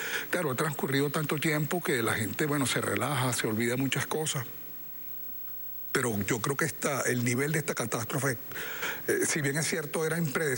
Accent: Venezuela; pudimos nosotros como venezolanos pensar como que Venezuela estaba sola

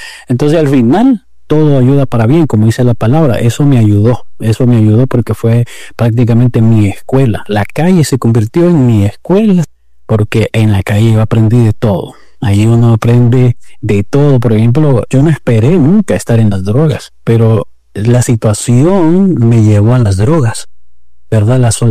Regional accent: Tegucigalpa, Francisco Morazán, Honduras; pues soy aquí de Tegucigalpa, Honduras, y soy un hombre de fe.

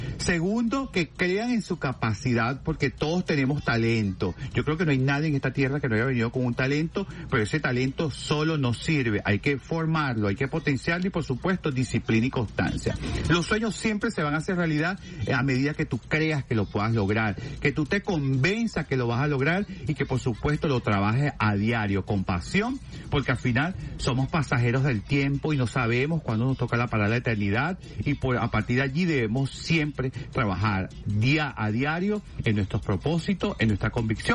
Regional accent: Venezuela; soy venezolano y que debo valorar lo que soy.

